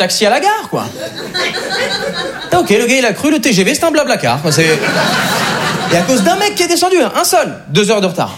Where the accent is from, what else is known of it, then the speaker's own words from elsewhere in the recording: Switzerland; Il y a un mec qui a commenté, tu viens d'où? Retourne dans ton pays. Je dis la vérité, je dis, bah, Suisse.